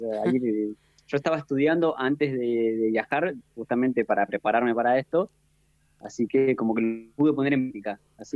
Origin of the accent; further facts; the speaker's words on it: Trelew, Chubut, Argentina; born there; also born or lived in El Bolsón; now in Epuyén, Argentina; Yo nací en Trelew